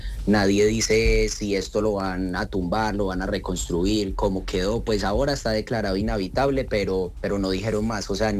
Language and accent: Spanish; Armenia, Quindío, Colombia; Sí, señor, yo soy de acá de Armenia, Quindío.